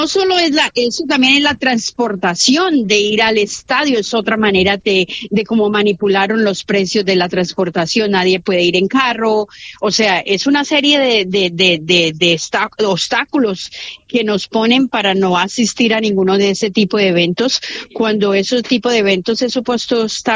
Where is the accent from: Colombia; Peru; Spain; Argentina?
Colombia; now in New York, United States; Somos de Colombia, venimos aquí a tratar de sobrevivir